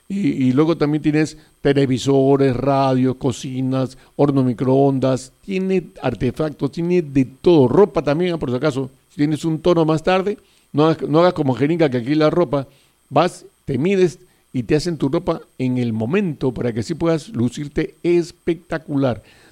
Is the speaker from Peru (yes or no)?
yes; Peru; Somos peruanos